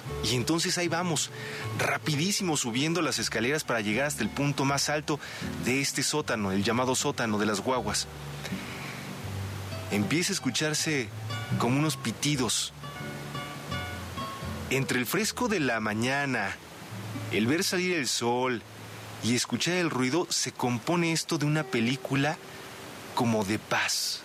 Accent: Tláhuac, Mexico City, Mexico; En mi ranchito, ahí en mi pueblo, en Tláhuac

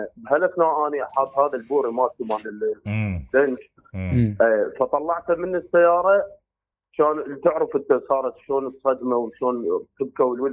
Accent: Iraq; عندنا بالعراق

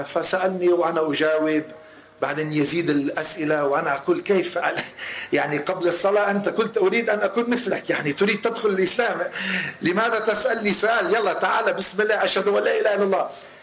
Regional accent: Lebanon; moved away; لأنه نحن أصلنا من لبنان

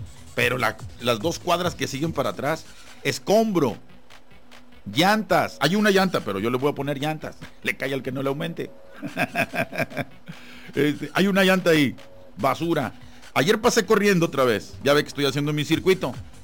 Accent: Mexico; Oiga, pero yo quiero seguir yendo a mi tierra, que es México.

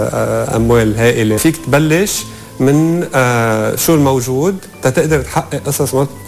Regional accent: Lebanon; نحن اللبنانيين كشباب بهالعصر

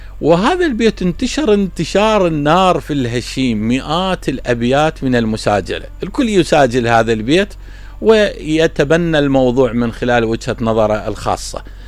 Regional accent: Basra, Basra Governorate, Iraq; أنا أحكي عن كل العراق، أنا ابن مدينة البصرة وأفخر بذلك.

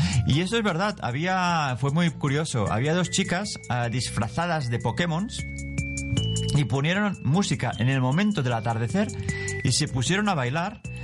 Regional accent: Barcelona, Catalonia, Spain; nosotros que somos de Barcelona

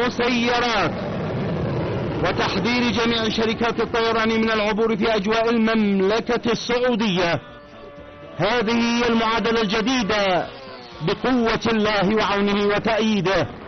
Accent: Yemen; بلادنا اليمن

